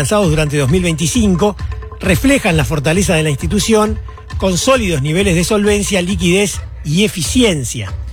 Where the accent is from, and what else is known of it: Uruguay